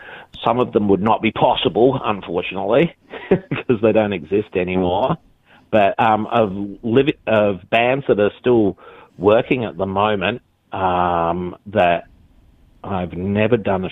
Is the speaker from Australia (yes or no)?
yes; Australia; being an Australian kid growing up